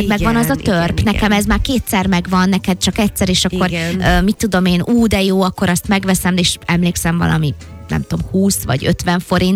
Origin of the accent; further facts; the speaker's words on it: Dunaharaszti, Pest, Hungary; én Dunaharasztin nőttem fel, és hát lehet, hogy valakinek mond valamit, az Uzsoki utca, az egy ilyen kis városszéli, kicsit kihaltabb, ráadásul még akkor pláne, valahogy úgy tényleg így a város peremén laktunk